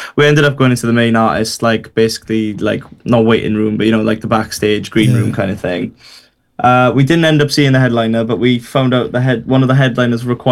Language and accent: English; Burry Port, Wales, United Kingdom; We've got a bus going up from Burryport, my hometown, of over like 30 people.